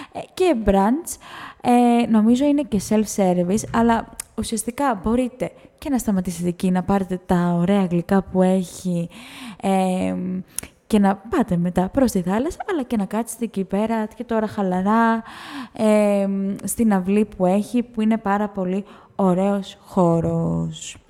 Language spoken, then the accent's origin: Greek; Kalamata, Peloponnese, Greece; moved away; το Πάσχα είχα πάει με τις φίλες μου στην Καλαμάτα, επειδή είμαι από Καλαμάτα